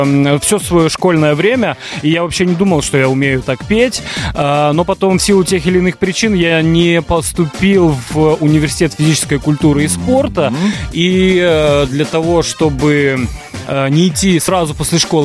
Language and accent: Russian; Ivanovo, Brest Region, Belarus; это мой родной город, на границе с Украиной, на Полесье.